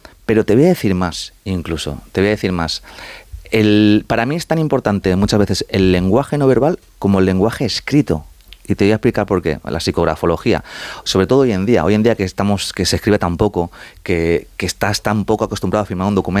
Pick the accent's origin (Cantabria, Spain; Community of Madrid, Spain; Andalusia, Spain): Community of Madrid, Spain; Madrid; soy madrileño, sí, y mis padres son argentinos